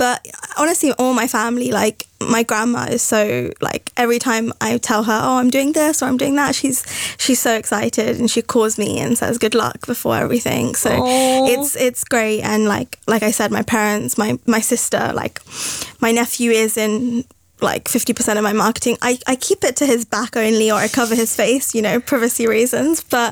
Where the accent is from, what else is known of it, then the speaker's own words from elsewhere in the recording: United Kingdom; accent: British; Like, I've grown up here. I'm born here. Like, I'm going to have a British accent. I am British.